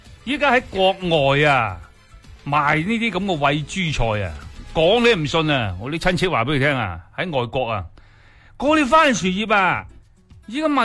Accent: Guangdong, China

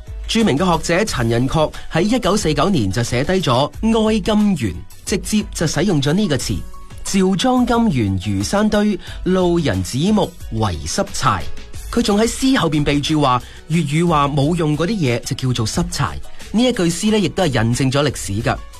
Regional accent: Guangdong, China; 我哋广东人面对困难嗰阵刻入基因里面嘅生存智慧

